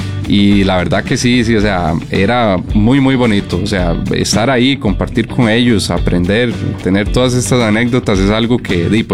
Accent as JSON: {"language": "Spanish", "town": "Pérez Zeledón", "region": "San José", "country": "Costa Rica", "said": "Recuerden que nosotros somos de Pérez Celedón, de, ajá, la zona sur."}